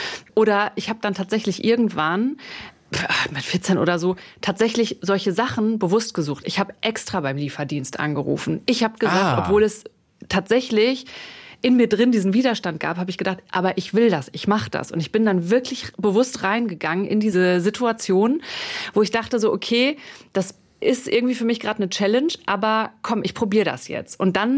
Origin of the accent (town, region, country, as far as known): North Rhine-Westphalia, Germany